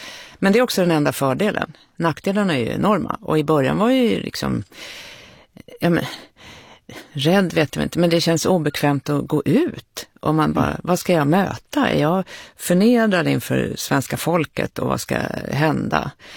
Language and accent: Swedish; Danderyd, Stockholm County, Sweden; born there; also born or lived in Skärholmen / abroad; Jag är född i Skärholmen, har bott utomlands och kommer till Djursholm när jag är 10 år.